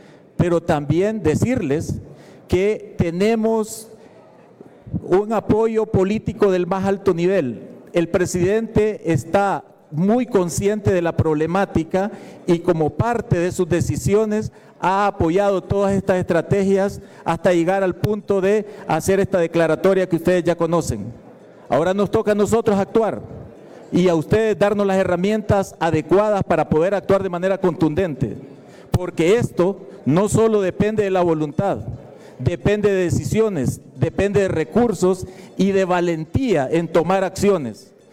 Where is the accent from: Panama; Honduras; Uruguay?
Honduras; como hondureños, agradecerles el apoyo